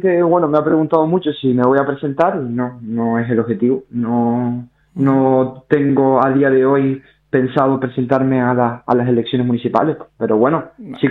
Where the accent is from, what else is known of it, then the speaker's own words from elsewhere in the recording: San Mateo, Spain; somos vecinos de La Solana